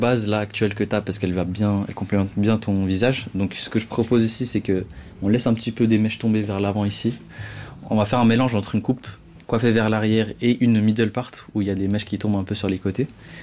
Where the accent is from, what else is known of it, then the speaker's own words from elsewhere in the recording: Geneva, Switzerland; j'ai 23 ans, je suis de Genève et j'ai commencé un peu à toucher au monde de la coiffure en 2016 quand j'avais 14 ans.